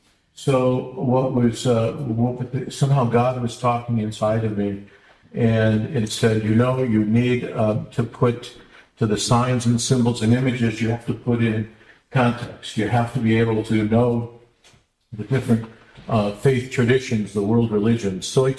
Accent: Detroit, Michigan, United States; moved away; I was born and raised in Detroit.

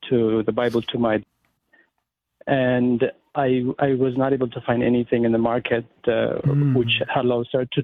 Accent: Ethiopia; now in Chicago, United States; I am from originally from Ethiopia, but right now in Chicago.

